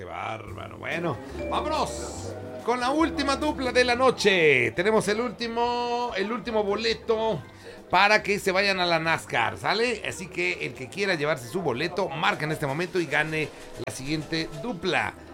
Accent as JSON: {"language": "Spanish", "town": "Nativitas", "region": "Tlaxcala", "country": "Mexico", "tie": "born or raised there", "said": "en mi pueblo, allá en Nativitas"}